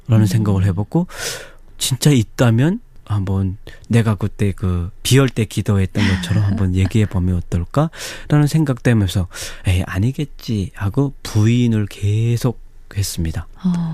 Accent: North Korea; 찾아서 탈북하고 싶다라고 해가지고 그 변호사님한테 직접 유엔에 찾아가서 신청을 했습니다.

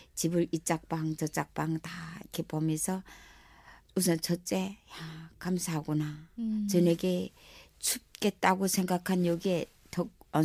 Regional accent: Chongjin, North Hamgyong, North Korea; now in Gwangmyeong, South Korea; 청진시에서 온

